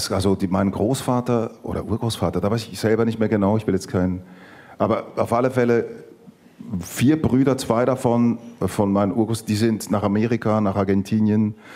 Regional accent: Dietikon, Zurich, Switzerland; first language Greek; German is a second language; ich bin dreisprachig aufgewachsen und hatte dann nochmal, also mein Vater hat witzigerweise Schweizerdeutsch mit uns gesprochen, nicht Italienisch. Italienisch habe ich 10 Meter weiter bei meinem Onkel, seinem Bruder, gelernt.

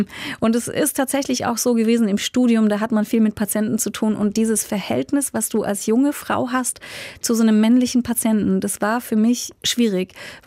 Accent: Berlin, Germany; born there; also born or lived in Leipzig; Und dann bin ich mit meiner Mutter in West-Berlin aufgewachsen, was sehr interessant war. Das alte West-Berlin, ne, mit der Mauer noch drumherum, spezieller Ort.

